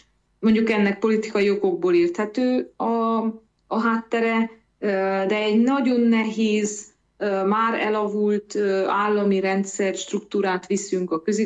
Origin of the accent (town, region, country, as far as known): Transylvania, Romania